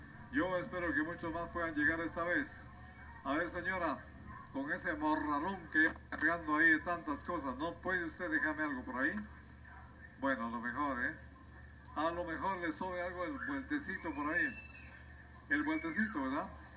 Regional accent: Guatemala; somos una mezcla total aquí en este, en esta Guatemala nuestra.

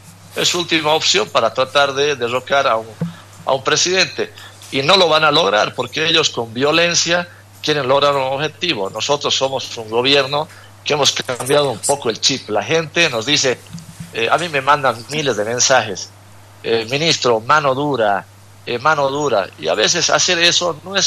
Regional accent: Bolivia

